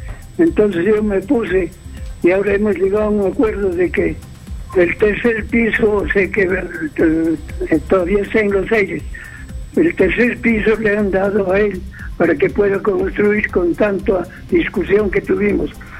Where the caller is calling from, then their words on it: Arequipa, Peru; Estoy llamando de Arequipa.